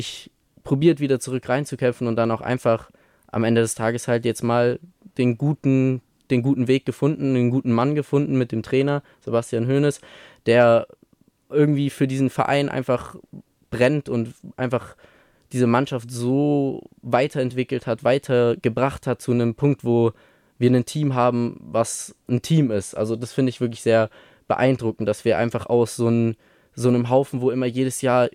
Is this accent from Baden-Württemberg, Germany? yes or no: yes; Stuttgart, Baden-Württemberg, Germany; born there; Also ich bin tatsächlich, auch wenn wir irgendwo im Nirgendwo im Ausland waren, bin ich in Stuttgart geboren worden.